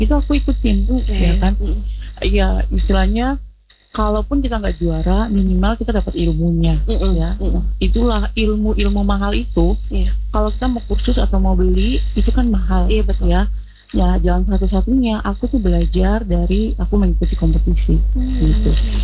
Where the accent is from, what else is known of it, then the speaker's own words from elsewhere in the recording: Papua, Indonesia; Dan waktu itu aku Papua, istilahnya Indonesia Timur, satu-satunya yang bisa lolos masuk jadi lima besar.